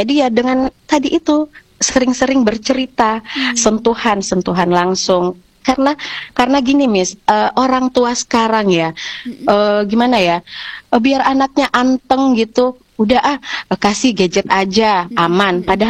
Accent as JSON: {"language": "Indonesian", "town": "Makassar", "region": "South Sulawesi", "country": "Indonesia", "tie": "born or raised there", "moved": "as an adult", "lives_now": "Lamongan, Indonesia", "said": "dulu saya tuh ngajarnya di Makassar. Saya ini kan asli Makassar, cuman dapat suami di Lamongan. Suami saya Pak Kades Besur."}